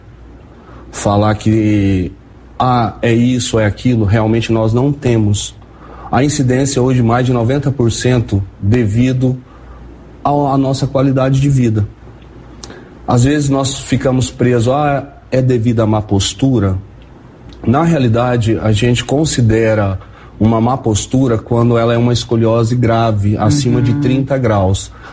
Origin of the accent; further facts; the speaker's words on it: Goiânia, Goiás, Brazil; accent: Goiano; moved away as an adult; Sou natural de Goiânia, né, do estado de Goiás.